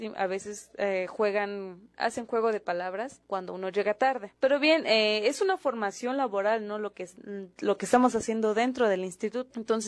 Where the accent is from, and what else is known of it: Mexico